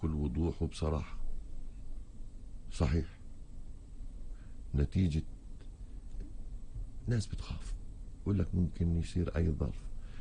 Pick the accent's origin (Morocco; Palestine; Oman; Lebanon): Palestine; أنا موجود في بلدي بكرامتي بعيلتي بشرفي